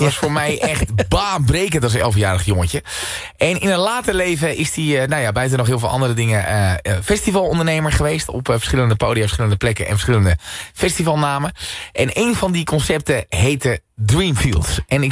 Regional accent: Scherpenzeel, Gelderland, Netherlands; ik kom uit Scherpenzeel, weet je.

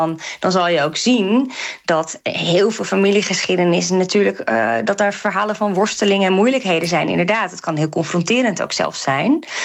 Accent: North Holland, Netherlands; dan ik toen ik opgroeide in Noord-Hollandse dorpjes.

